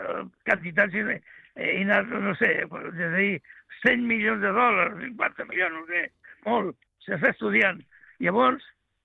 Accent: Sitges, Catalonia, Spain; Però jo he nascut a Sitges.

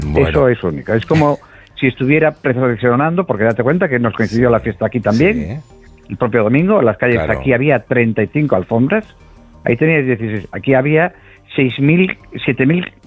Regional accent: Ponteareas, Galicia, Spain; Somos de Pontareas

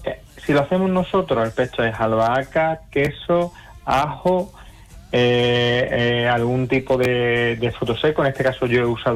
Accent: Valverde del Camino, Andalusia, Spain; now in Aracena, Spain; soy onubense, soy de Valverde, vivo en Aracena y no soy italiano

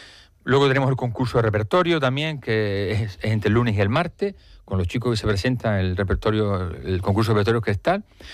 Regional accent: Bañadero, Canary Islands, Spain; Firca, yo soy de Aruca, no, de Bañadero.

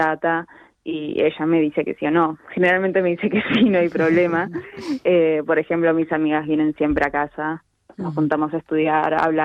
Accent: Argentina; porque si bien yo soy argentina, mi familia toda de España, y ella es manchega y mi papá también era manchego

